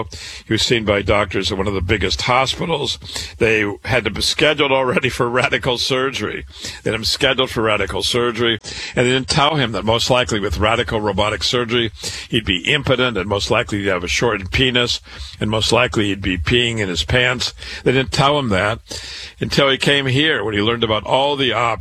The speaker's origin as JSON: {"language": "English", "region": "Iowa", "country": "United States", "tie": "born or raised there", "said": "a woman from my home state of Iowa."}